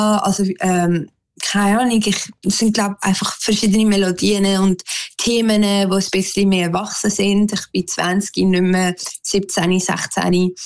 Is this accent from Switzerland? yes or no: yes; Switzerland; Ja, weil ich bin halt Schweizerin, aber auch halb Kubanerin.